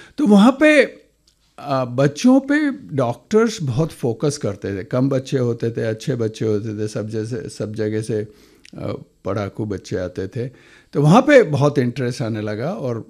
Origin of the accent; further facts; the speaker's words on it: Gogunda, Rajasthan, India; मैं गांव गोगुंदा में बड़ा हुआ था